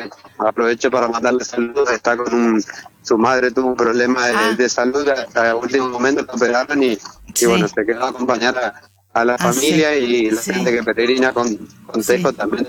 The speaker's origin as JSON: {"language": "Spanish", "region": "Corrientes", "country": "Argentina", "said": "Sigamos siendo correntinos siempre"}